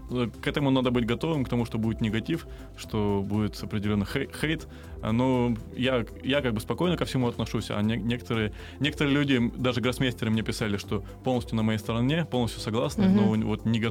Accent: Crimea, Ukraine; moved away; also born or lived in Kramatorsk, Donetsk Oblast; я сам крымчанин. Как я мог не поддержать Крым, если у меня там живут родители, родственники, друзья.

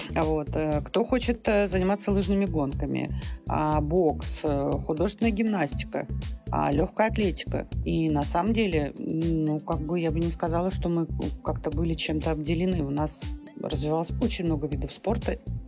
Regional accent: Magadan, Magadan Oblast, Russia; я уроженка города Магадана. Очень всегда снежным, вьюжным, какие-то всегда метели, ветра.

